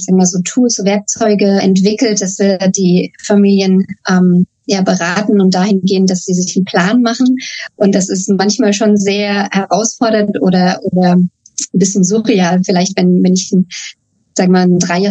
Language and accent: German; Germany; Und da sind wir als Deutsche deutlich eingeschränkter als unsere nordamerikanischen Kollegen und Kolleginnen.